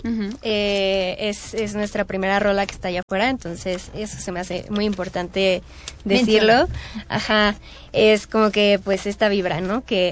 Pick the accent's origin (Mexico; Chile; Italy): Mexico; Mexico City; yo soy de aquí, de la CDMX